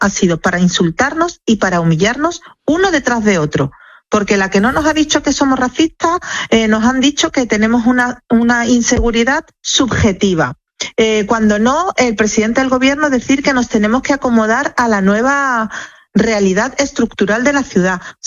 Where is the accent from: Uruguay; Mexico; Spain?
Spain; Se cuestiona que, como estamos fuera del territorio peninsular, pues no somos tan españoles como los demás, cosa que es absolutamente incierta.